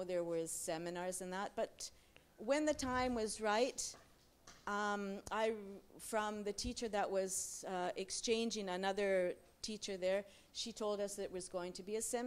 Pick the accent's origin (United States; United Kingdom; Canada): Canada; moved away as an adult; now in Slovenia; I'm from Slovenia, but in case you're wondering of my accent, I was born in Canada and finished high school there.